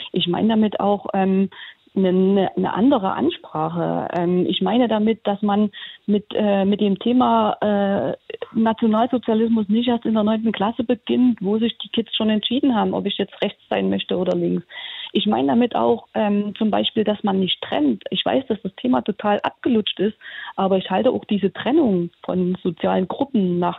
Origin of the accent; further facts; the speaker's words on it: eastern Germany, Germany; Ich bin hier aufgewachsen, ich lebe hier und habe die Region eigentlich außer zum Studium nie verlassen, habe auch mein ganzes Berufsleben hier verbracht.